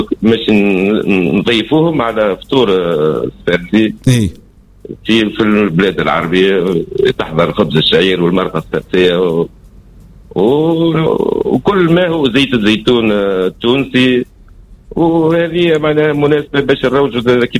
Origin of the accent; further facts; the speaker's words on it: Jordan; ناهيك انا مثلا من الاردن احنا يجينا العديد الاردنيين